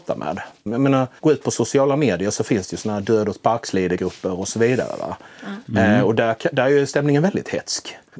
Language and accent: Swedish; Blekinge, Sweden